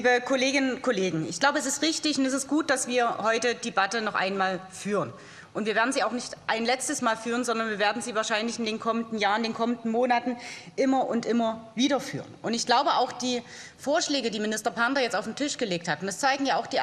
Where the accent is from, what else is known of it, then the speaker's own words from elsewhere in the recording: Saxony, Germany; Jetzt komme ich selber aus Südwestsachsen